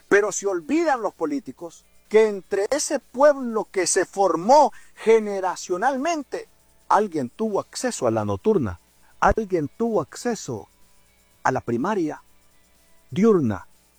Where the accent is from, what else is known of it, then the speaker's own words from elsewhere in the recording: Honduras; quiénes somos los hondureños